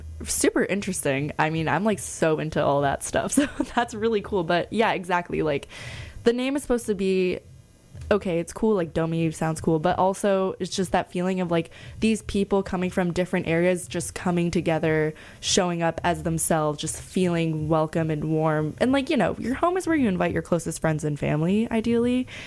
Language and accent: English; East Coast, United States; moved away as an adult; now in San Francisco, United States; when I first moved to San Francisco, and I thought, well, I don't know many people here. I'm from the East Coast originally.